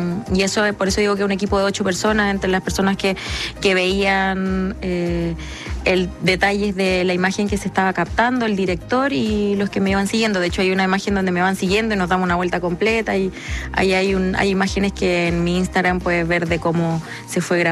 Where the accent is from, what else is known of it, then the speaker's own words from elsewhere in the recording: Norte Grande, Chile; Yo soy nortina, no soy norteña, porque muchas veces he escuchado que la gente dice, no, la gente norteña. No, soy nortina